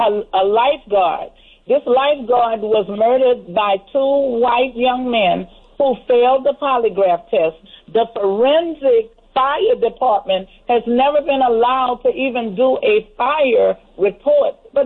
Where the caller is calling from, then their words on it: Houston, Texas, United States; from Houston, Texas.